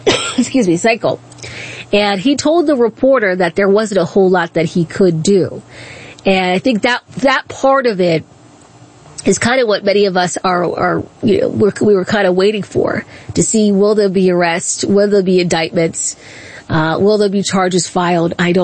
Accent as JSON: {"language": "English", "region": "Maryland", "country": "United States", "tie": "born or raised there", "said": "Now, I grew up in Southern Maryland, but I didn't go to St. Mary's County often because there really wasn't anything down there"}